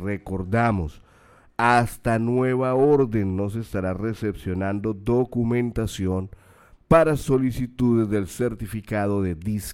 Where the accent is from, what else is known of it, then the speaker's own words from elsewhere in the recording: Arauquita, Arauca, Colombia; nos una como arauquiteños, como colombianos